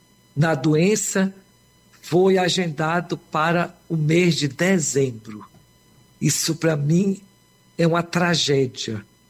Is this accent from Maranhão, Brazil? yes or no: yes; Maranhão, Brazil